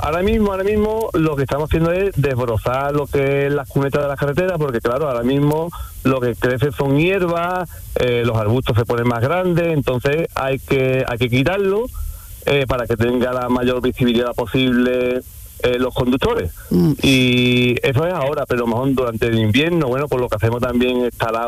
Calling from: Medina-Sidonia, Andalusia, Spain; yo estoy ahora mismo en Medina Sidonia, que es mi pueblo, un ¿qué? Pueblo de Cádiz, un pueblo súper bonito.

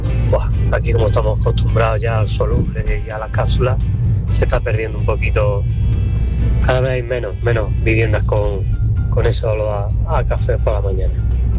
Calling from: Granada, Andalusia, Spain; Hola, buenas tardes desde Granada.

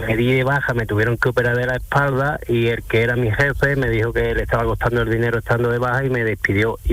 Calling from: Rincón de la Victoria, Andalusia, Spain; Soy del Rincón de la Victoria, de Málaga.

